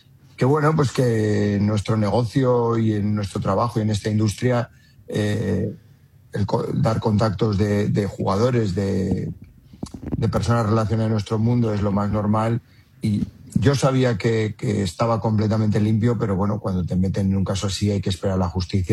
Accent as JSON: {"language": "Spanish", "town": "Valladolid", "region": "Castile and León", "country": "Spain", "moved": "as an adult", "said": "salí de España y volví en el año 20 a entrenar en mi ciudad, en Valladolid"}